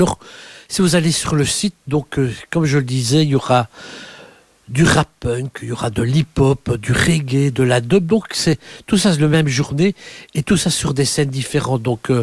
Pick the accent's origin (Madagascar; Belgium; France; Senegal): Belgium; chez nous en Belgique